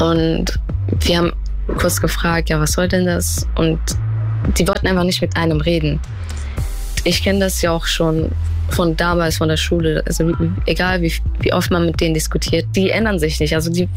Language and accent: German; Saxony-Anhalt, Germany; Ja, ist schon meine Heimat irgendwie. Ich bin hier schon aufgewachsen und habe meine Freunde hier.